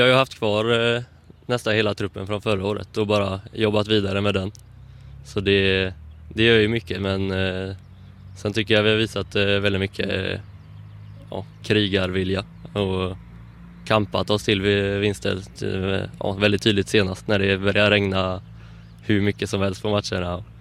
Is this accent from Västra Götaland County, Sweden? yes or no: yes; Munkedal, Västra Götaland County, Sweden; Man är ju född och uppväxt i Munkedal så det är ändå en plats man håller varmt om hjärtat.